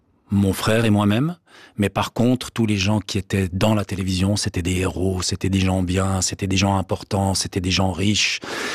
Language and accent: French; Fribourg, Switzerland; born there; Je suis né à Fribourg.